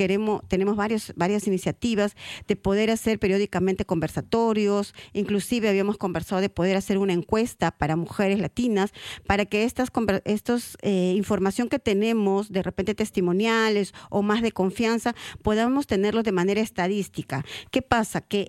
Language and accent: Spanish; Peru; conectar el vínculo con nuestro país, con la problemática, con lo que estamos haciendo como peruanos o como latinos.